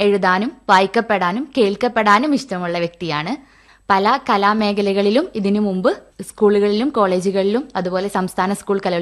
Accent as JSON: {"language": "Malayalam", "town": "Mannarkkad", "region": "Kerala", "country": "India", "said": "പാലക്കാട് ജില്ലയിലെ മണ്ണാർക്കാടാണ് വീട്. Government Manjeri medical കോളേജിലെ 3ാം വർഷ MBBS വിദ്യാർത്ഥിയാണ്."}